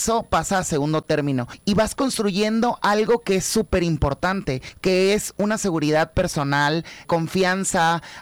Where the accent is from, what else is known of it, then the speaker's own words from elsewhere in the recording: Tabasco, Mexico; como buena familia tabasqueña